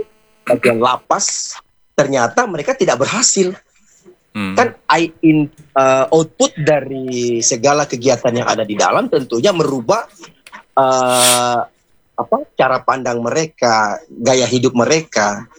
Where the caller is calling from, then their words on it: Bitung, North Sulawesi, Indonesia; Saya Pak … dari Kota Bitung.